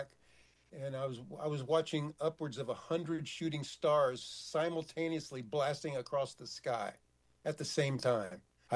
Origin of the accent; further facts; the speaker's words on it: Houston, Texas, United States; now in Los Angeles, United States; I'm from Houston, where it's rain and hurricane country.